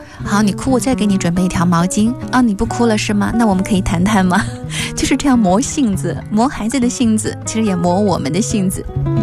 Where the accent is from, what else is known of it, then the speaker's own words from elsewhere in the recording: China; 我们中国人养育孩子其实会更加的费尽心力